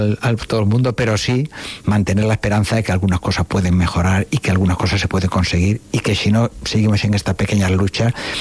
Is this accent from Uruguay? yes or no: no; Balearic Islands, Spain; algo que no valoramos hasta que nos salimos de España y nos salimos de Mallorca.